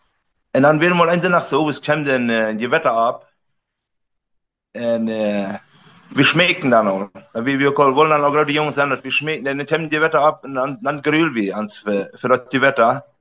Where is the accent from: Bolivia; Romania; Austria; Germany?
Bolivia; Riva Palacio, Santa Cruz; also born or lived in Mexico; Und wir sind, ich bin in Mexiko geboren und dann sind wir in Bolivien gekommen, 70.